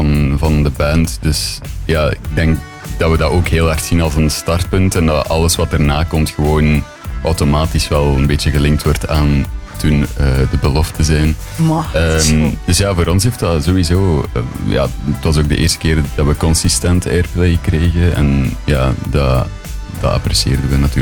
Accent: Sint-Niklaas, Flanders, Belgium; moved away as an adult; now in Ghent, Belgium; We zijn oorspronkelijk van Sint-Niklaas, maar ondertussen wonen we toch al enkele jaren in Gent.

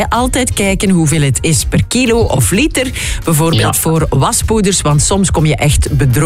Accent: Belgium

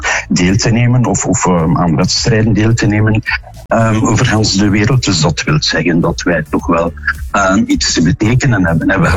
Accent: Belgium; Kijk, we zijn als Belgen redelijk bescheiden altijd in onze in het doen en laten van onze beroep.

